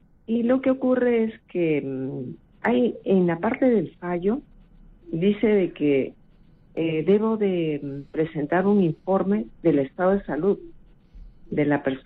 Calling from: Lima, Peru; Le llamo de Lima, Cercado.

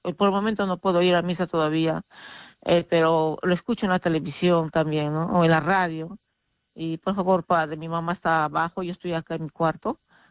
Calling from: Lima, Peru; de acá, de Lima

